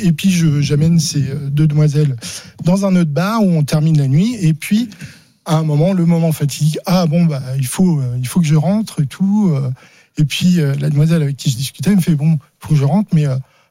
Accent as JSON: {"language": "French", "town": "Charleville-Mézières", "region": "Grand Est", "country": "France", "tie": "born or raised there", "said": "je suis originaire de Charleville-Mézières."}